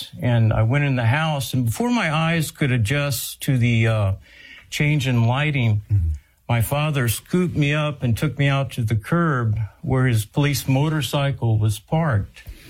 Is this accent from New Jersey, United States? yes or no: no; San Antonio, Texas, United States; born there; Well, I was born in San Antonio, Texas, and the Lord blessed me with quite a bit of adversity